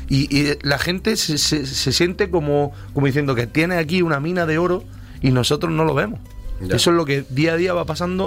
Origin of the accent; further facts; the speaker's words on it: Andalusia, Spain; en Madrid Fusión las mermeladas del Oruso, que están en Sabores de Almería y está justo al lado de mi pueblo